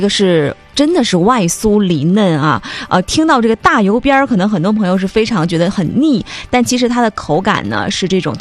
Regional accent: Northeast China, China

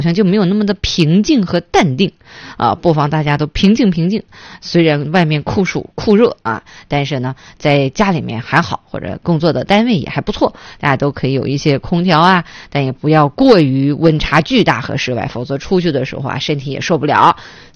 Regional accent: Northeast China, China; 我们作为东北人

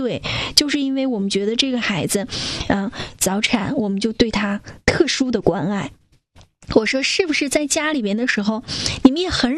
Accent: Northeast China, China; 因为在我们东北的方言

